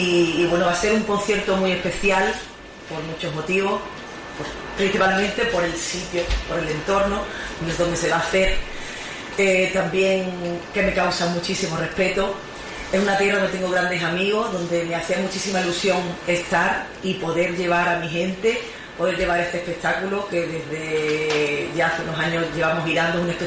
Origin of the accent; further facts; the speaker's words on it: Andalusia, Spain; amo la provincia de Huelva, amo mi tierra